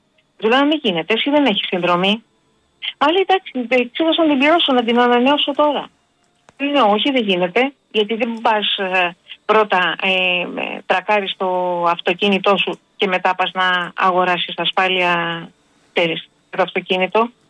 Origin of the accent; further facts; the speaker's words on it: Greece; born there; Ότι είμαστε τυχεροί που γεννηθήκαμε στην Ελλάδα. Και δεν γεννηθήκαμε στο Σουδάν.